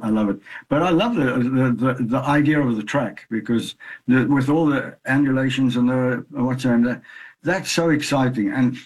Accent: South Africa; I grew up in South Africa, and yeah.

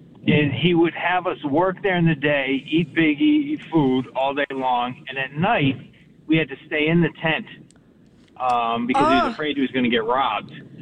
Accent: Massachusetts, United States; I grew up out in Western Mass

